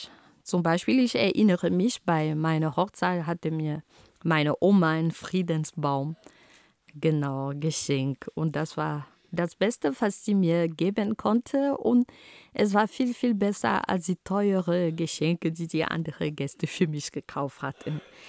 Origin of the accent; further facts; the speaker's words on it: Cameroon; first language Homala; German is a second language; In meiner Heimat Kamerun heißt dieser Baum Pfeking oder Pfeking, je nach Region oder Sprache. Also meine Muttersprache lautet Homala.